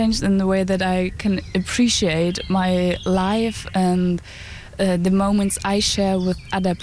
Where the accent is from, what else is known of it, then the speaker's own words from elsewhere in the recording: Dresden, Saxony, Germany; English is a second language; years old and I'm from Germany, from Dresden. I'm here for doing volunteer service for 1 year.